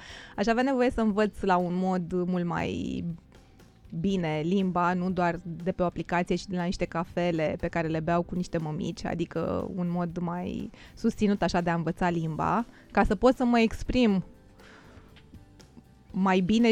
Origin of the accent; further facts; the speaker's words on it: Pitești, Argeș, Romania; moved away as an adult; also born or lived in Brașov; now in Italy; sunt din Pitești. Pentru că păream destul de bine integrat aici.